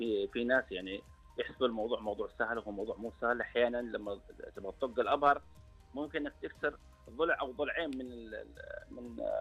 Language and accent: Arabic; Saudi Arabia; عندنا بالسعودية